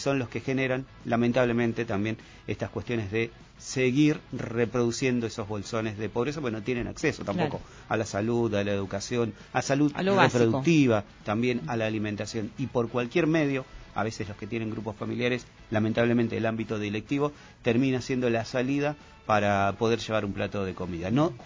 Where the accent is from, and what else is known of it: Argentina